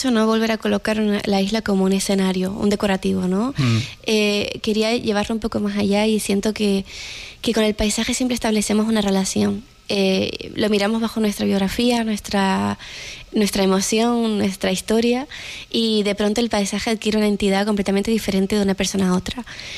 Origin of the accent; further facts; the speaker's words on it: Canary Islands, Spain; also born or lived in Madrid; now in Lanzarote, Spain; 9 años fuera, y regresar al lugar de donde naciste y creciste, creo que siempre lleva como una reconciliación.